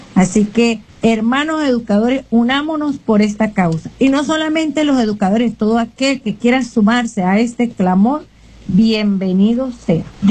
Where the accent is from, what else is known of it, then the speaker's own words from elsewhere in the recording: Venezuela; Es hora de unirnos como venezolanos